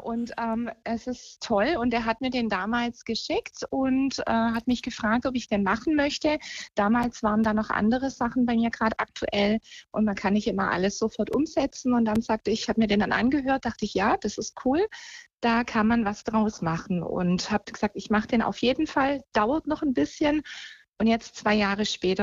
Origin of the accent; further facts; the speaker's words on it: Crailsheim, Baden-Württemberg, Germany; Ich komme aus Süddeutschland unten und zwar aus Crailsheim. Das ist in der Nähe von Heilbronn.